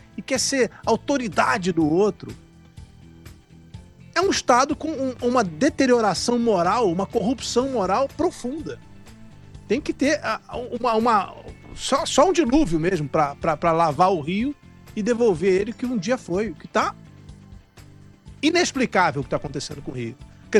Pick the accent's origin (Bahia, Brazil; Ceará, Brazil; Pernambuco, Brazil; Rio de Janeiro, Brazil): Rio de Janeiro, Brazil; E eu sou carioca, então vou falar, posso falar à vontade aqui, que droga que está esse Rio de Janeiro, que baixo nível que está a nossa população do Rio.